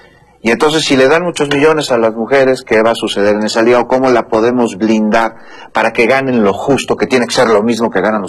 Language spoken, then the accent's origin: Spanish; Mexico; los mexicanos somos norteamericanos